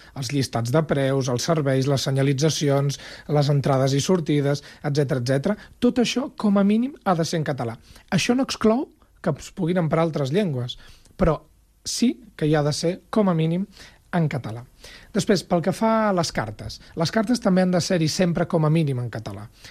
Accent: Catalonia, Spain; dins de Catalunya, com a residents, com a ciutadans catalans

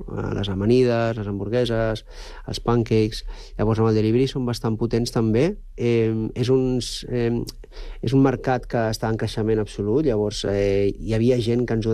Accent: Manresa, Catalonia, Spain; Jo sóc d'una ciutat mitjana, jo he nascut a Manresa

